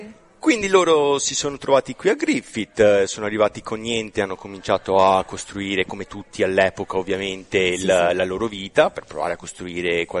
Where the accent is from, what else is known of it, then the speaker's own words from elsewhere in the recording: Asolo, Veneto, Italy; Io sono nato e cresciuto ad Asolo, però ho sempre passato moltissimo tempo anche a Cavaso, paese dove vivevano i miei nonni